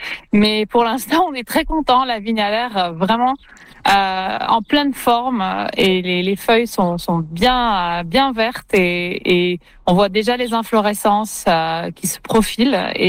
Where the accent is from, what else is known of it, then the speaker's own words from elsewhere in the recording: Bordeaux, Nouvelle-Aquitaine, France; Donc j'ai grandi là-bas et j'ai fait du vin avec ma famille à Bordeaux